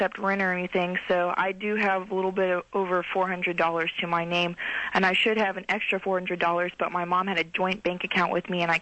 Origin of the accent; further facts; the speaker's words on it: England, United Kingdom; I'm an Englishman.